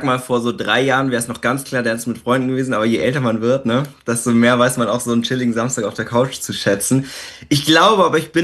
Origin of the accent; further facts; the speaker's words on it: Landsberg, Germany; born or raised there; now in Berlin, Germany